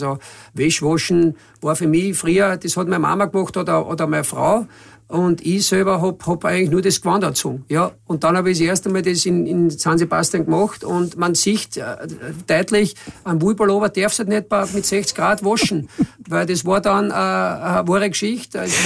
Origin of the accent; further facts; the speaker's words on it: Burgenland, Austria; Ich war immer stolz. Also ein stolzer Österreicher, in Österreich ein stolzer Burgenländer. Jeder hat gewusst, dass ich ein Österreicher bin und kein Australier, wie manche glaubt haben in Spanien.